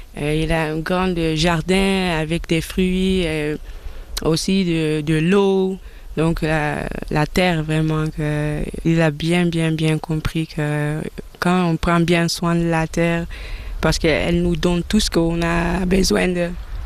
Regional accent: Amsterdam, North Holland, Netherlands; Avec ma maman, j'ai grandi à Amsterdam, en Hollande.

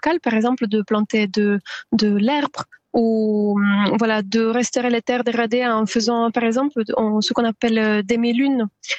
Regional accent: Southern Italy, Italy; moved away; Moi, personnellement, je suis italienne, je viens du sud d'Italie

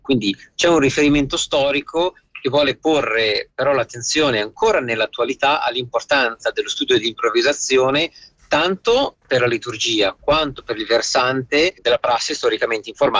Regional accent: Vercelli, Piedmont, Italy; Sì, Vercelli, comunque sono piemontese.

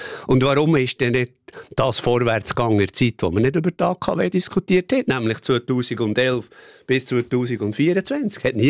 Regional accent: Bern, Switzerland; dass mir selbstverständlich ein Wasserkraftwerk als Berner Oberländer viel sympathischer ist als ein KKW.

